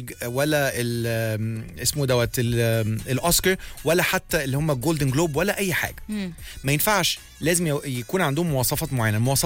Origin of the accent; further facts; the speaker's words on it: Egypt; يمكن عندنا في مصر نزل بشكل مكثف, بس في أمريكا في كل السينمات هو ما عملش أي, ما نزلش كتير.